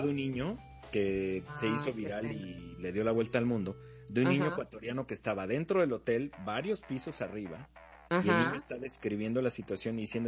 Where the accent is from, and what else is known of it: Mexico